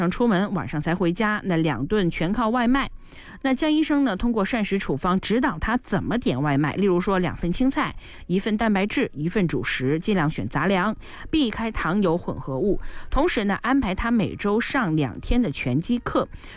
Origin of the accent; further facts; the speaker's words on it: Shenzhen, Guangdong, China; 我们深圳人